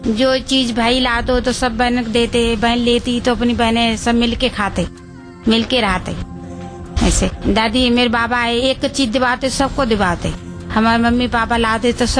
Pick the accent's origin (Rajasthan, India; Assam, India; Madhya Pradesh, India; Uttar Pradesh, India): Uttar Pradesh, India; Bachheli; गांव तो जिला बदायूं है, नाम गांव का बछेली।